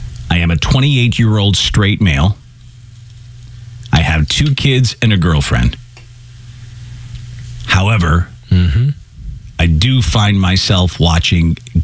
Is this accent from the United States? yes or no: no; Ireland; As an Irishman, I have like, I'd have to have a retina scan on, system set up to make sure it's me on my butter.